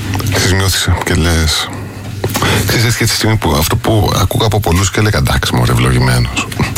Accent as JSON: {"language": "Greek", "country": "Cyprus"}